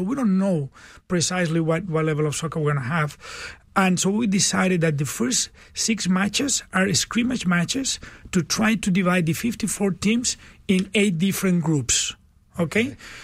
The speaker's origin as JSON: {"language": "English", "town": "Barcelona", "region": "Catalonia", "country": "Spain", "moved": "yes", "lives_now": "Houston, United States", "said": "I'm 62. I still play soccer. I'm from Barcelona, from Spain."}